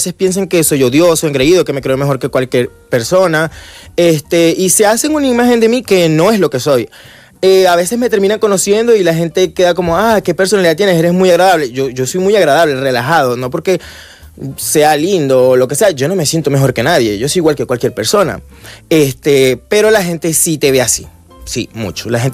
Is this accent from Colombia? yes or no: yes; Colombia; born or raised there; also born or lived in Venezuela; now in Barcelona, Spain